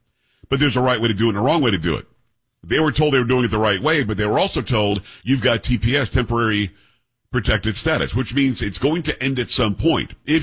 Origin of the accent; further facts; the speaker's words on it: Florida, United States; And I grew up in South Florida, as I say all the time.